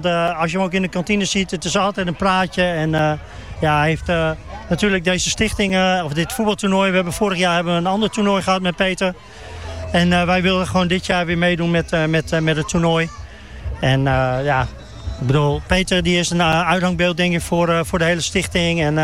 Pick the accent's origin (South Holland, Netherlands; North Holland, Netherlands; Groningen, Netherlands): Groningen, Netherlands; Wij komen uit Groningen, dus de meeste.